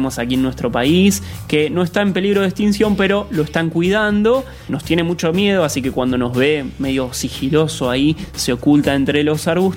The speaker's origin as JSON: {"language": "Spanish", "country": "Argentina", "said": "una de las provincias más lindas de nuestro país"}